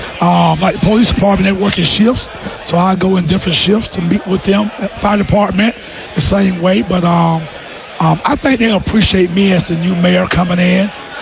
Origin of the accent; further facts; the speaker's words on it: Greenwood, South Carolina, United States; Born and raised in Greenwood, South Carolina.